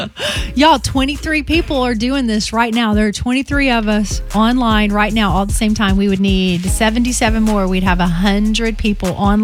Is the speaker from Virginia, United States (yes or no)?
no; Alabama, United States; I grew up with a single mom, and there was not Christian radio, or at least Christian radio that we knew of where I grew up in Northeast Alabama at the time.